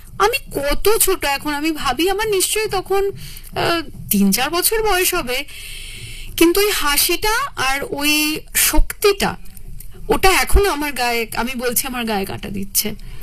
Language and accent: Bangla; Kolkata, West Bengal, India; পাইকপাড়ার বাড়িতে।